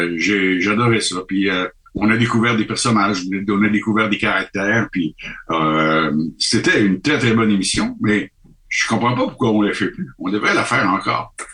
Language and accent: French; Canada; moi, je suis du Canada, je suis ici de passage